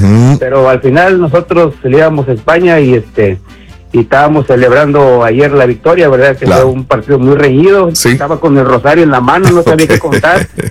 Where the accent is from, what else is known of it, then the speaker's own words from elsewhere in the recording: Veracruz, Mexico; Yo soy de Veracruz.